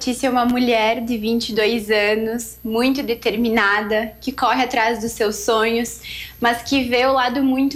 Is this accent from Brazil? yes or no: yes; Garibaldi, Rio Grande do Sul, Brazil; Fui criada pelos meus avós aqui em Garibaldi